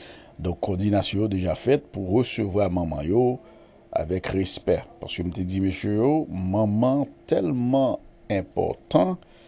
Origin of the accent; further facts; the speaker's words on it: Haiti; now in United States; Donc, puisque on est haïtien, ici, je vis aux États-Unis.